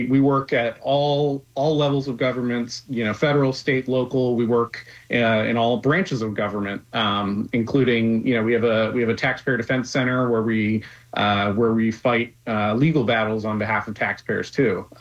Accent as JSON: {"language": "English", "region": "New Jersey", "country": "United States", "tie": "born or raised there", "said": "So I grew up in New Jersey. I had firsthand experience of one of the worst taxing situations in the country."}